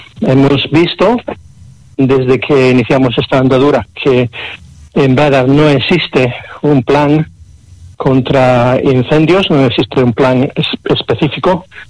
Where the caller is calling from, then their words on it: Dalías, Andalusia, Spain; yo soy vecino de Dadar